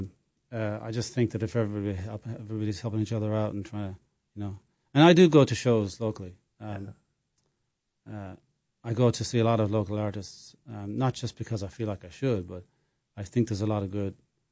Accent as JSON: {"language": "English", "country": "Ireland", "moved": "yes", "said": "So I came over from Ireland almost 20 years ago, and I recorded an album of 11 songs in this castle, in south of Ireland."}